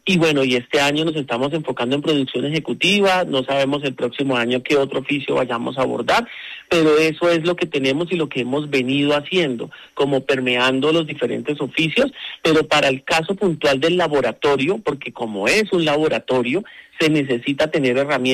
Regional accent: Colombia

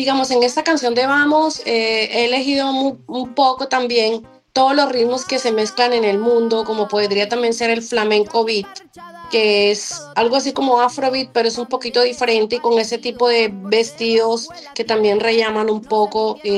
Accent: Cartagena, Bolívar, Colombia; yo soy cartagenera, amo el mar

